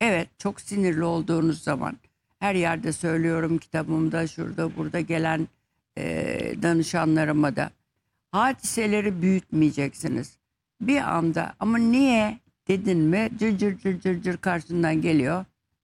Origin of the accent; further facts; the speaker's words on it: Istanbul, Turkey; born there; O da bizimle Hı oturuyordu hı. İstanbul'da.